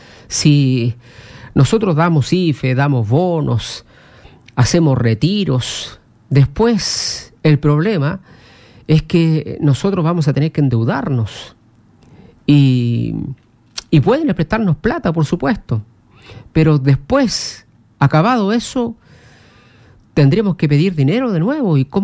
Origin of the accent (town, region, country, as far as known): Chile